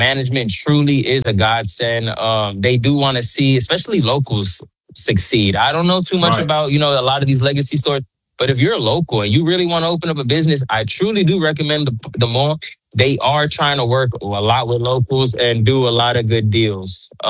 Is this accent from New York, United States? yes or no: yes; New York, United States; now in Port Arthur, United States; I'm originally from New York. Been living in Port Arthur, Beaumont, Texas since 2009.